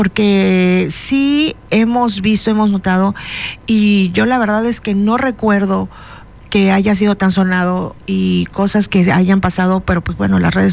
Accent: Mexico; nosotros como mexicanos somos ejemplo a nivel mundial de la solidaridad

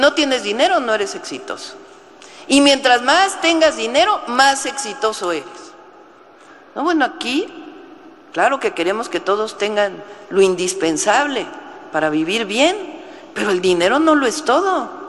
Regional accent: Mexico; Ese valor que le damos las y los mexicanos, no importa si somos de Yucatán o de Sonora, de Veracruz o de Baja California

